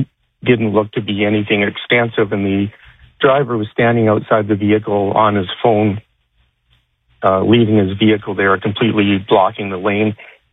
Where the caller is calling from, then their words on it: Saskatoon, Saskatchewan, Canada; since I'm from Saskatoon.